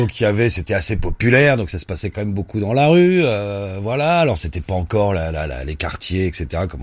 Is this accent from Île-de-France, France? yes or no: yes; Pantin, Île-de-France, France; Ouais, j'ai grandi à Pantin.